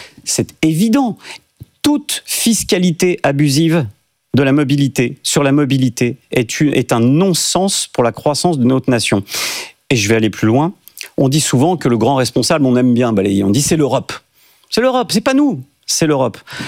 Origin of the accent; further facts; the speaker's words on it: France; je suis français, je suis comme tout le monde